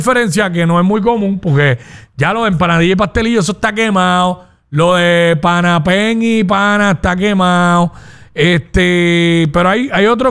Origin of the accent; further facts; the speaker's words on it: Cabo Rojo, Puerto Rico; also born or lived in San Juan; now in Dorado, Puerto Rico; Yo, natural de Cabo Rojo y viviendo, ¿verdad?, por acá entre San Juan y, bueno, llevo más tiempo ya viviendo en Dorado que lo que viví en San Juan.